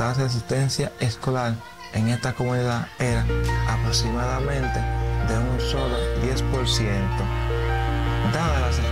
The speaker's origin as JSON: {"language": "Spanish", "country": "Dominican Republic", "tie": "born or raised there", "said": "Septiembre de 1998, el huracán George azotó la República Dominicana. Mi ciudad natal sufrió una devastación masiva, incluyendo a mis padres y a los residentes de la comunidad."}